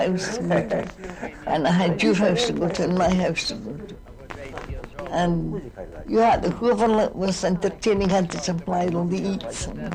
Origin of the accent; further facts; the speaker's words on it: Scotland, United Kingdom; I come from Scotland, you know, man.